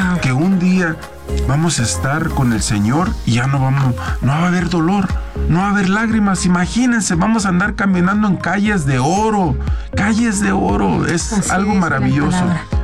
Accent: Guanajuato, Mexico; Lo cargaba como una señora allá en mi pueblo en Guanajuato que se llamaba Doña Pachita agarraba a sus nietos con el rebozo y lo traía

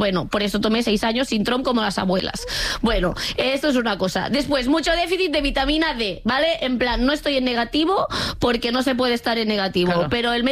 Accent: Catalonia, Spain

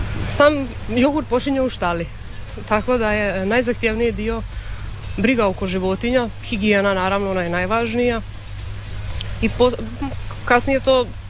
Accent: Donji Zemunik, Zadar County, Croatia; dolazimo iz Donjeg Zemunika. Imamo farmu mliječnih krava, bavimo se proizvodnjom i preradom mlijeka.

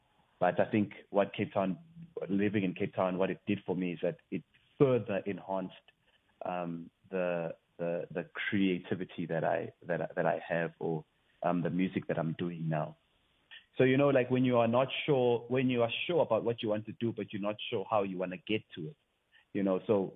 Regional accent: Greytown, KwaZulu-Natal, South Africa; also born or lived in Pietermaritzburg; now in Cape Town, South Africa; I am now based in Cape Town, but I was born in Pietermaritzburg, KwaZulu-Natal, and then I was adopted at Grey Town. So I grew up in Grey Town with a lot of siblings.

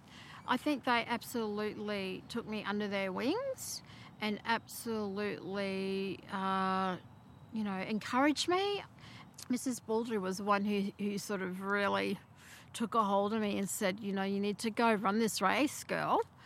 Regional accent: Mackay, Queensland, Australia; From those early days, growing up in Mackay, and then I went to, we moved around us around Queensland to outback regions and smaller towns.

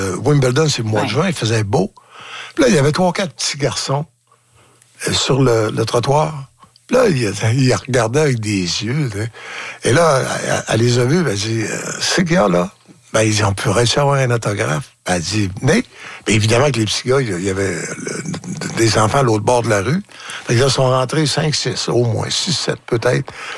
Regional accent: Falardeau, Quebec, Canada; Je viens de Falardeau.

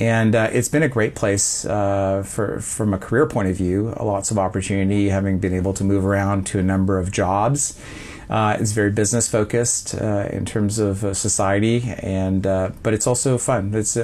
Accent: Moncton, New Brunswick, Canada; I grew up in New Brunswick, in Moncton and also northern New Brunswick.

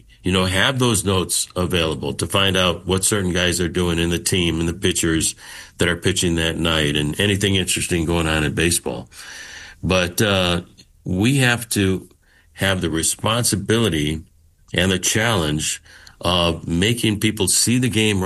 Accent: Chicago, Illinois, United States; now in Seattle, United States; I grew up in Chicago, but Seattle's my home and I'm not going to leave here.

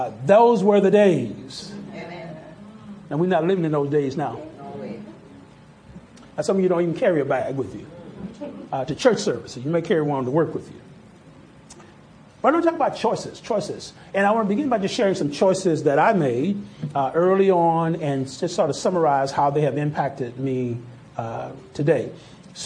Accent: Mississippi, United States; also born or lived in Houston, United States / Oklahoma City, United States; I think growing up in Mississippi, it may have snowed once that I can remember in my growing up years, and 20 years. Now, of course, move to Houston, move to Oklahoma City.

